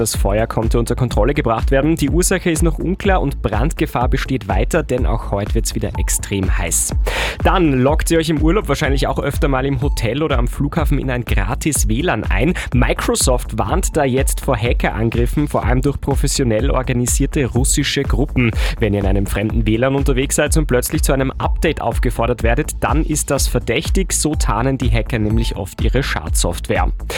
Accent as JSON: {"language": "German", "country": "Austria", "said": "Die Rekordhitze, die sorgt bei uns in Österreich gerade für viele Waldbrände."}